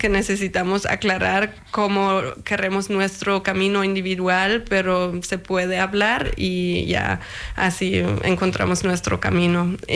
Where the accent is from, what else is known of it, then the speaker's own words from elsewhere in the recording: Germany; Pues, o sea, para mí como alemana, en todas las fiestas hay una piñata que rompen los niños y salen los dulces, ¿no?